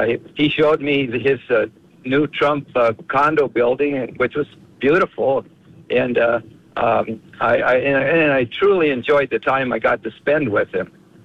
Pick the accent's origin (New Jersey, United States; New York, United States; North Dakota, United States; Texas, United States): North Dakota, United States; So I'm from North Dakota. I'm down at heart in heart about what we can do in North Dakota.